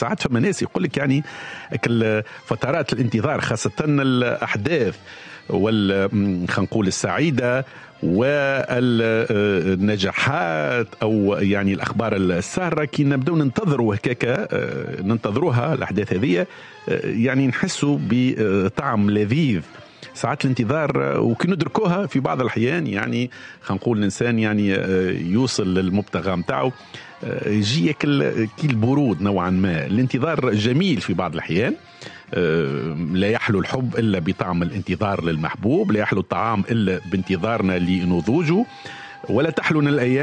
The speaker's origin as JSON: {"language": "Arabic", "country": "Tunisia", "accent": "Tunisian", "said": "لكن احنا تعودنا انه في لهجتنا التونسية نقوله استنى"}